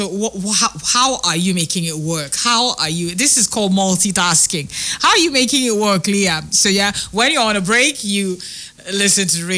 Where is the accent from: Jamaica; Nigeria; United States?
Nigeria; I'm Nigerian first before an Arsenal fan. I'm Nigerian first. What matters at the end of the day? I'm Nigerian. Eh? A blue-blooded Nigerian